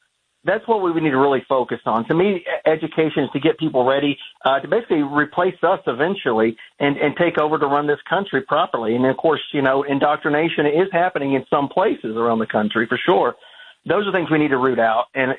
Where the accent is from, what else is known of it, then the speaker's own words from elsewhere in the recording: Tennessee, United States; I'm from Tennessee, so in Nashville came up with.